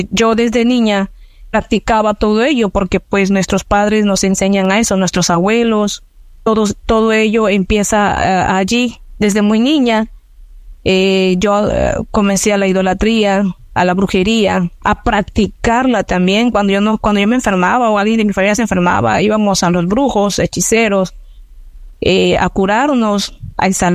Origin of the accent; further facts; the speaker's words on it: Macuspana, Tabasco, Mexico; soy originaria del estado de Tabasco, del municipio de Macuspana, pues un lugar muy hermoso